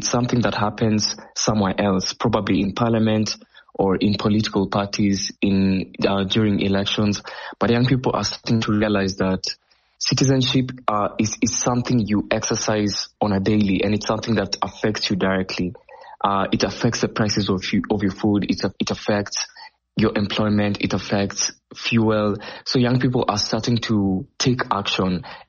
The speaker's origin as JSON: {"language": "English", "country": "Kenya", "said": "I would say, you know, being Kenyan, especially young Kenyans are currently, I would agree with the survey"}